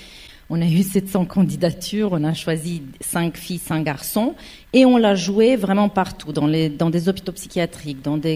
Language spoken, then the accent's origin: French; Romania; born or raised there; moved away